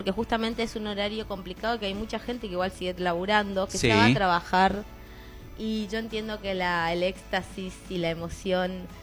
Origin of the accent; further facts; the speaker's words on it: Argentina; no solo somos argentinos, somos latinoamericanos.